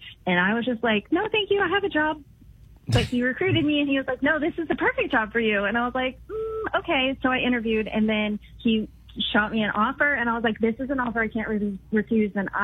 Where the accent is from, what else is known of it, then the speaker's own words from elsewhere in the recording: Champaign, Illinois, United States; also born or lived in Carbondale; Champaign is my home, and I love my hometown